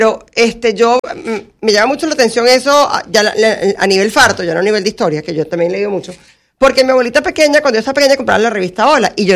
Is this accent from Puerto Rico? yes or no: yes; Puerto Rico; yo soy de colonia gringa